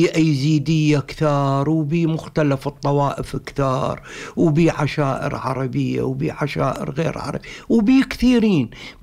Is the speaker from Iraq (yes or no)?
yes; Iraq; لما أنا لما أقول أنا عراقي صابئي تختلف عن أنا صابئي عراقي، تختلف كل شهواي. من أبدي صابئيتي على عراقيتي انتهى بالنسبة إلي العراق